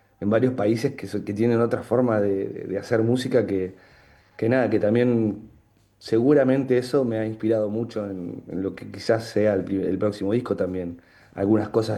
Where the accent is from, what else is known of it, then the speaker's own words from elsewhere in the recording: Patagonia, Argentina; soy patagónico hasta la muerte y no, nunca lo voy a dejar de ser.